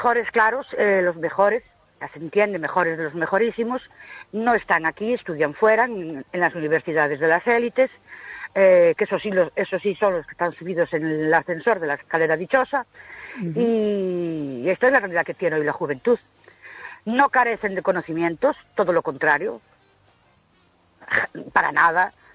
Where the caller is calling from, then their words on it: Ourense, Galicia, Spain; Buenas noches … de Orense.